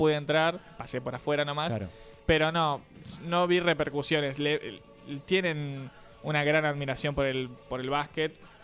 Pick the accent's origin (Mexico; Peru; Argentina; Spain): Argentina; Soy de Argentina, vine a ver un partido de Uruguay.